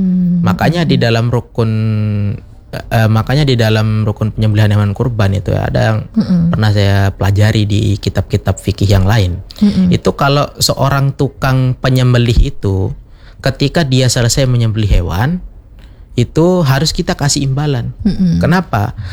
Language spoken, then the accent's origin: Indonesian; Gerung, West Nusa Tenggara, Indonesia; di desa saya, yaitu Gerung ya.